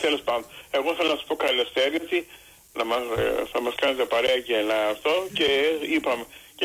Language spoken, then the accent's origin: Greek; Chania, Crete, Greece; Εγώ είμαι από Χανιά.